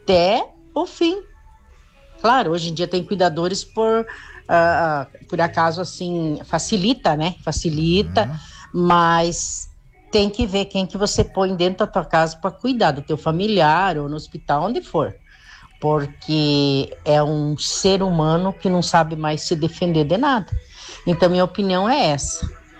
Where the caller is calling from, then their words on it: Joaçaba, Santa Catarina, Brazil; sou de Joaçaba.